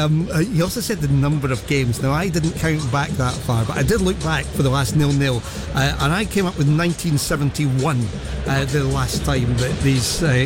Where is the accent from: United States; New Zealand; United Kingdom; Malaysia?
United Kingdom; Scotland; as a Scot